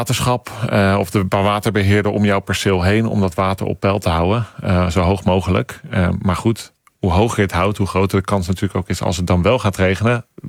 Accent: Netherlands; Dus daar moeten wij als Nederlander ook een acceptatie voor gaan ontwikkelen.

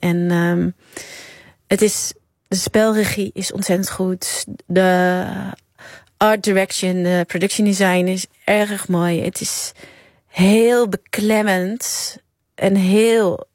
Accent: Nieuwegein, Utrecht, Netherlands; also born or lived in Amsterdam; Nee, ik kom ook uit Nieuwegein oorspronkelijk, maar ik ben nog meer van Utrecht gaan houden de laatste paar jaar.

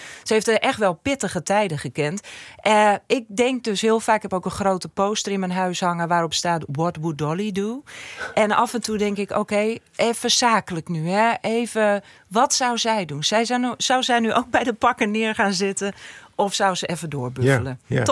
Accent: Ameland, Friesland, Netherlands

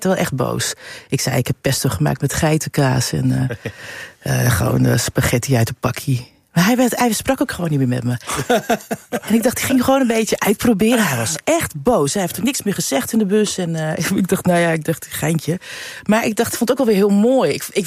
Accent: Netherlands; born there; Want als ik me naar mezelf alleen al kijk, ik ben wel Nederlander. Ik ben hier geboren. Niet helemaal opgegroeid. Maar inmiddels woon ik langer in Nederland dan dat ik in het buitenland heb gewoond.

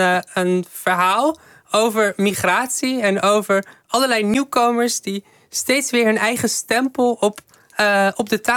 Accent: North Brabant, Netherlands; Ik kom ook uit Brabant, wel uit het hele andere gedeelte van Brabant.

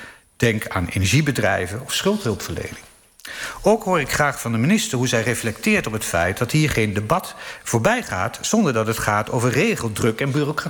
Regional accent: Gelderland, Netherlands; Ik ben opgegroeid in de Achterhoek, waar het verenigingsleven het cement is van elk dorp.

